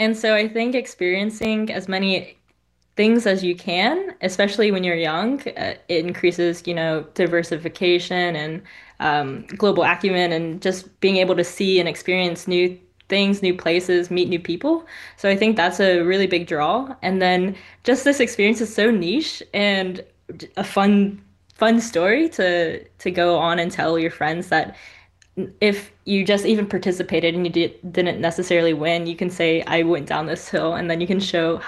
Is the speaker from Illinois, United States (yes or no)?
no; Raleigh, North Carolina, United States; I am from Raleigh, North Carolina, and I was asking all my friends around in the area and family if they know any big hills